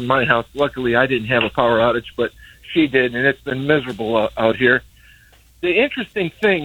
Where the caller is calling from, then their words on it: Hammond, Indiana, United States; I'm calling from Hammond.